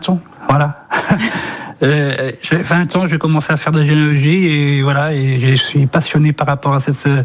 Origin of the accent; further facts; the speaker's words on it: Lezay, Nouvelle-Aquitaine, France; now in Nuaillé-sur-Boutonne area near Saint-Jean-d'Angély, France; Oui, je suis natif des Deux-Sèvres, de Lezay.